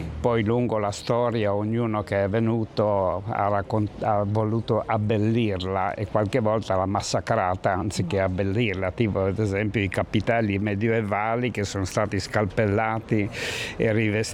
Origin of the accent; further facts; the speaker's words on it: Santo Stefano al Mare, Liguria, Italy; also born or lived in Sanremo; io sono nato a Sanremo ma cresciuto qui, quindi io sono 86 anni che abito a Santo Stefano